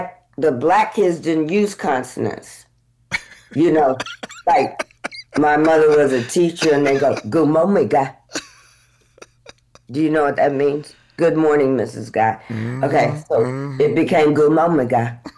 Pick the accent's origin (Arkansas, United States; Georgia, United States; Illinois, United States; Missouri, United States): Georgia, United States; Atlanta; born there; moved away; also born or lived in Boston, Massachusetts / Port Chester, New York / New York; I was raised in Atlanta and grew up in New York because I was actually born in Boston, and then we moved to Port Chester, New York, which is, you know, near Mount Vernon and White Plains. And when I was seven, going into the second grade, we moved to Atlanta.